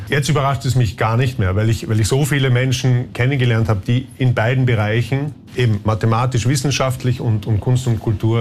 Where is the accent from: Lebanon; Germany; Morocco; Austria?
Austria; now in Switzerland; Als Österreicher